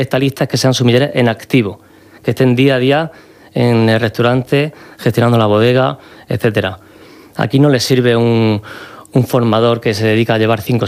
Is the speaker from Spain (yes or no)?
yes; Cehegín, Region of Murcia, Spain; Somos los dos de Cejín, fuimos al mismo colegio